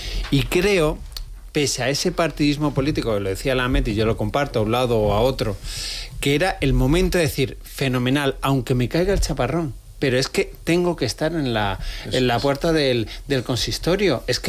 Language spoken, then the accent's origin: Spanish; Málaga, Andalusia, Spain; Málaga, yo soy malagueño, ¿no?